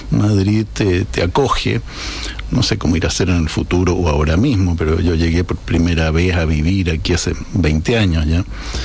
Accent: Chile; me duelen más los chilenos, y ahí me doy cuenta, entre otras razones, de que sigo siendo más chileno, a pesar de que soy español también.

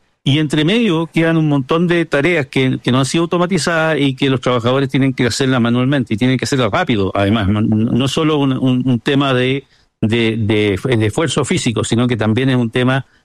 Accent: Concepción, Biobío, Chile; Yo soy penquista, esta historia es en Concepción

